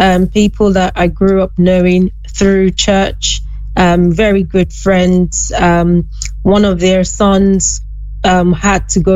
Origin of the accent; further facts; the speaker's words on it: Western Nigeria, Nigeria; I grew up in the western part of the country, which was relatively peaceful and safe.